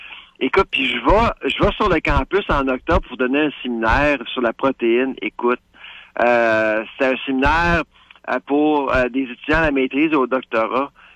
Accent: Laval, Quebec, Canada; Tu sais, comme à Laval. Je viens de Laval.

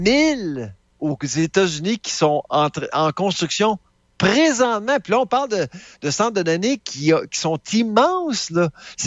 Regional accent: Canada; moi, je suis Canadien.

